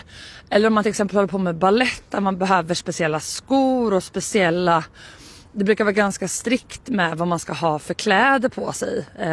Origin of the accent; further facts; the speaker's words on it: Karlskrona, Blekinge, Sweden; Jag ska också säga att jag är uppväxt i en mindre stad, jag kommer ju från Karlskrona.